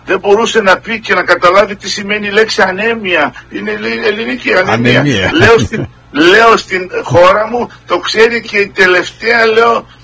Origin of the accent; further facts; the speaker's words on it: Greece; Εμείς πρέπει να είμαστε περήφανοι που είμαστε Έλληνες.